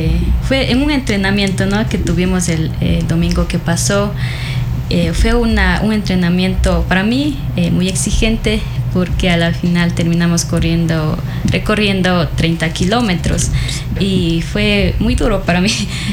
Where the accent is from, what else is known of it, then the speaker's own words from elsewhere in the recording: Biblián, Cañar, Ecuador; born there; Yo soy de Biblián